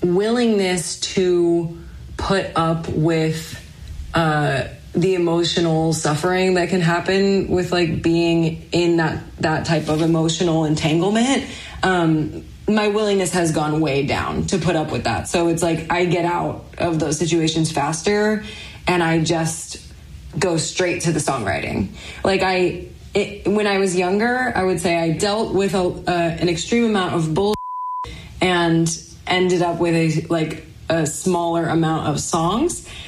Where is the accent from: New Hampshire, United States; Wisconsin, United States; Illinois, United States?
Illinois, United States; Chicago; now in Los Angeles, United States; For me, I am from Chicago, so there's always a little bit of something about LA that I'm like, this is a concrete hell